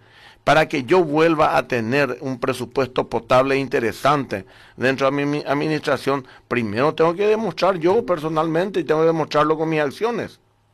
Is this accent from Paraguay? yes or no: yes; Carapeguá, Paraguarí, Paraguay